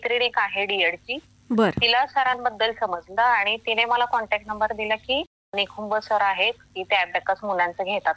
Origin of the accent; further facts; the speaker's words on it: Panchgani, Maharashtra, India; now in Satara district, India; मी मूळची पाचगणीची आहे. माझं माहेर पाचगणी आहे.